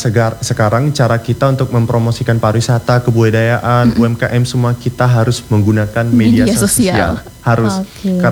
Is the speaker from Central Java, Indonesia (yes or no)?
no; Jambi, Indonesia; Jadi kalau kita gak punya kebudayaan, bagaimana kita bisa mengakuin bahwa kita orang Jambi ke orang luar?